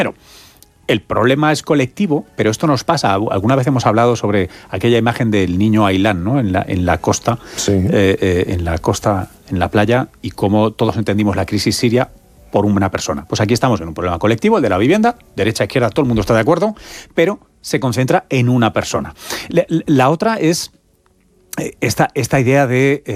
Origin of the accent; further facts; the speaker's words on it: Tomelloso, Castilla-La Mancha, Spain; El de mi padre. Sí. El de mi padre, mi familia. … de Tomelloso.